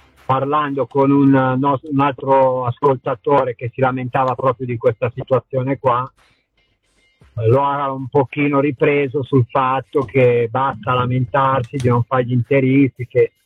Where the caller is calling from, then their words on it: Bollate, Lombardy, Italy; da Bollate.